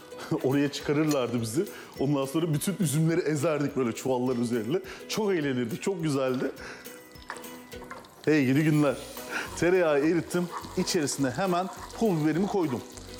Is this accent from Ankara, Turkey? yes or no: no; Pozantı, Adana, Turkey; Ben biliyorsunuz Adanalıyım ama Adana'nın Pozantı ilçesinde büyüdüm. Pozantı böyle Toros Dağları'nın eteklerinde olan bir yer. O yüzden kış ayları birazcık daha sert geçer.